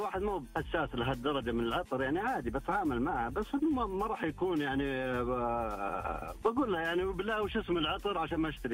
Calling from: Riyadh, Riyadh Province, Saudi Arabia; من الرياض.

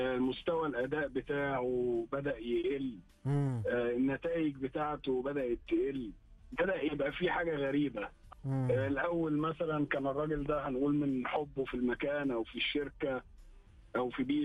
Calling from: Egypt; زي ما بنقول عندنا في مصر كده

